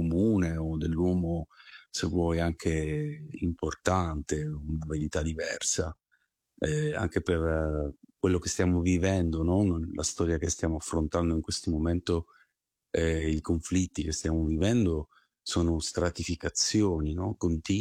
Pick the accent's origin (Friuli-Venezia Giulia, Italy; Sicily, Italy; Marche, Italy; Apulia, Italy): Sicily, Italy; now in Monza, Italy; La Sicilia, ce l'ho nel DNA, ce l'ho. È come dire una qualità terrena che mi scorre sotto la pelle, quindi ho bisogno di tornare a casa ogni X